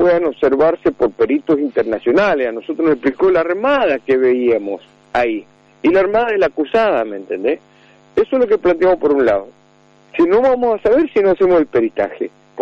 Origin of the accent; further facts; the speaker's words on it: Mendoza, Argentina; nosotros nacimos en Albien, nos criamos ahí